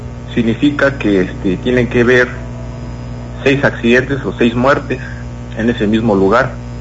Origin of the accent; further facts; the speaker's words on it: La Independencia, Chiapas, Mexico; yo soy originario aquí de la Independencia, Chiapas.